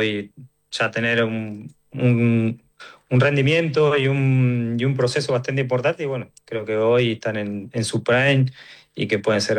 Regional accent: Argentina

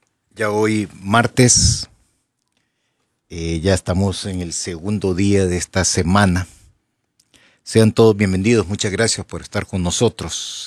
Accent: Honduras; nosotros los hondureños. Vengo ahorita del centro de Tegucigalpa

